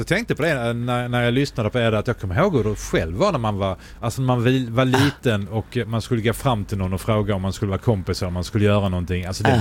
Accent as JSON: {"language": "Swedish", "region": "Skåne", "country": "Sweden", "lives_now": "Ystad, Sweden", "said": "som skåning så jag känner väl personligen att jag flyger nu oftare från Kastrup faktiskt än från Sturup som är närmast här."}